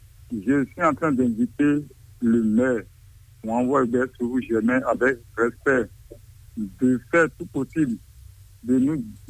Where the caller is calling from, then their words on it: Adjarra, Ouémé, Benin; J'appelle de Port-Novo, commune d'Adjara, arrondissement Marie, quartier Yazi.